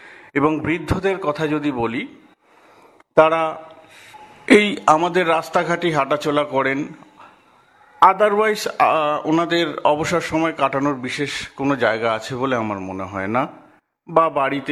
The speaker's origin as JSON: {"language": "Bangla", "town": "Dantpur", "region": "West Bengal", "country": "India", "tie": "born or raised there", "said": "হাওড়া জেলার নলপুর পঞ্চায়েতের অধীন দাঁতপুর গ্রামের বাসিন্দা। ছোটবেলা থেকেই এই গ্রামেই আমার বেড়ে ওঠা"}